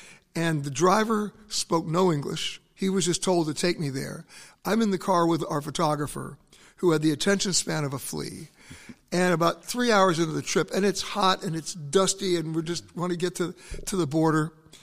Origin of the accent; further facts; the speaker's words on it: United States; But they just know I'm an American.